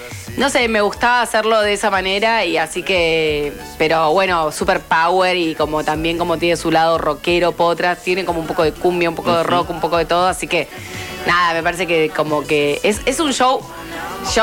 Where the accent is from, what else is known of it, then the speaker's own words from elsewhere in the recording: Rosario, Santa Fe, Argentina; now in Buenos Aires, Argentina; Los domingos extraño, seguro, Rosario.